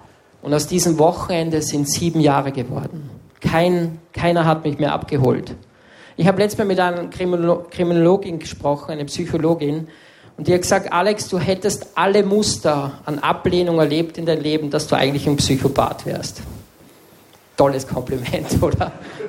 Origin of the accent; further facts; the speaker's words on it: Salzburg, Austria; Und dann bin ich am Mönsberg gegangen, bei uns in Salzburg, wo die ganzen Touris oben stehen und Fotos machen.